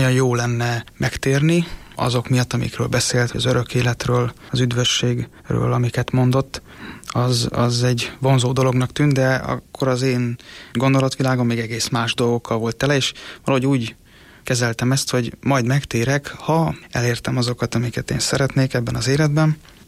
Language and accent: Hungarian; Százhalombatta, Pest, Hungary; Én ide születtem már Százszalombattára, és tényleg egy ilyen közegbe nőttem föl